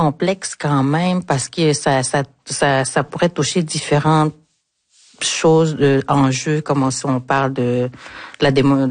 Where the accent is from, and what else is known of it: Natashquan, Quebec, Canada